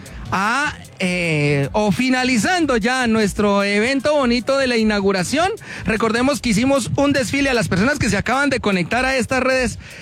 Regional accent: Boyacá, Colombia; así somos los boyaquitos, así somos los boyacenses. Boyaquito sigo siendo, boyaco de Boyacá, paisano de mis paisanos, cuna de la libertad. Boyaquito sí soy yo, boyacenses somos todos.

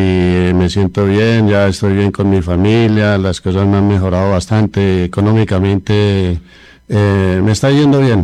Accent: Jericó, Boyacá, Colombia; Vengo del municipio de Jericó.

